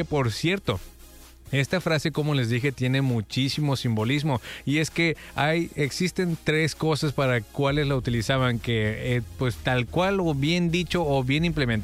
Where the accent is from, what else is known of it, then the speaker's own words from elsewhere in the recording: Mexico; así somos los mexicanos y tenemos mucha, mucha historia